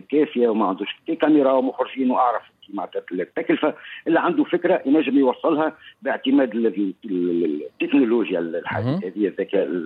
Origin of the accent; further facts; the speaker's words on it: Tunisia; وأنت كتونسي غير قادر أنك تشري أن كونت برو.